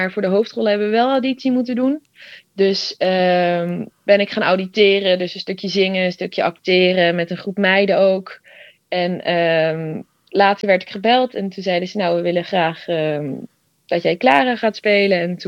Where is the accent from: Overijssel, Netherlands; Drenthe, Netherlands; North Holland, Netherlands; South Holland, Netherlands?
North Holland, Netherlands; Ik ben 21. Ik kom uit Noord-Holland.